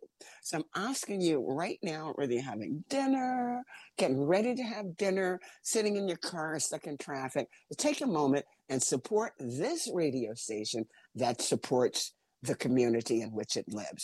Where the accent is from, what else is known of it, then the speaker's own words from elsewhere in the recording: New York, United States; moved away; I'm from New York.